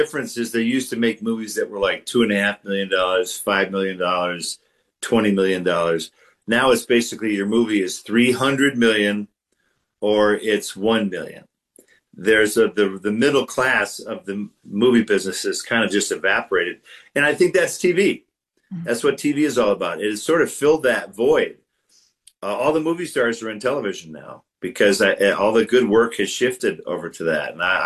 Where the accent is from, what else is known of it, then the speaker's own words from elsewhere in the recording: Detroit, Michigan, United States; I'm from the Detroit area.